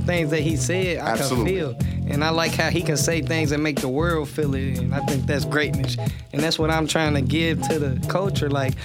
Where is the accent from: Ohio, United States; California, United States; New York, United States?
Ohio, United States; Cincinnati; from Evanston, actually